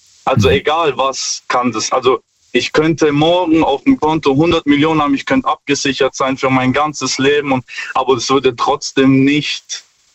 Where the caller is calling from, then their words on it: Stuttgart, Baden-Württemberg, Germany; Stuttgart.